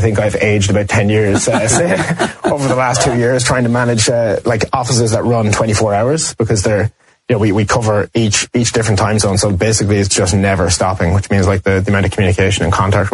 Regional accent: Ireland; accent: Irish; And I also think like being Irish helps. We're liked in most places that we go. So, walking in the door with an Irish accent is never a bad thing.

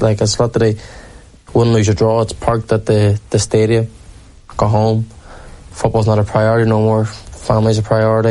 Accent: Derry, Northern Ireland, United Kingdom; Growing up in Derry as well, where, like, all my mates were drinkers from an early age

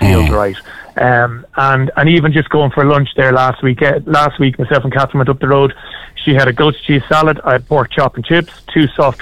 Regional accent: Dublin, Leinster, Ireland; moved away as an adult; now in Spain; I'm a very proud Dub. I love Dublin.

